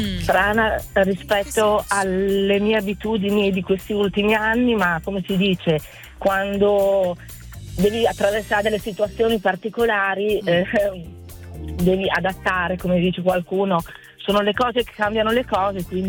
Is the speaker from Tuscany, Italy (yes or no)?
no; Valdobbiadene, Veneto, Italy; noi siamo di Val d'Abbiadene, quindi Alta Collina.